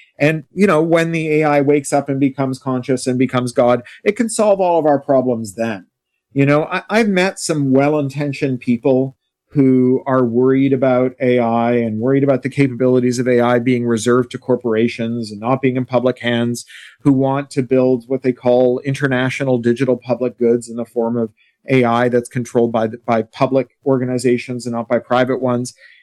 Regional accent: Canada; Like all the best Americans, I'm Canadian.

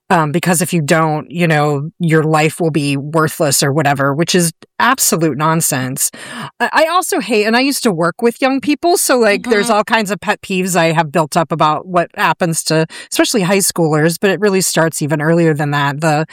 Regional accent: Omaha, Nebraska, United States; moved away as an adult; I grew up in Omaha, Nebraska

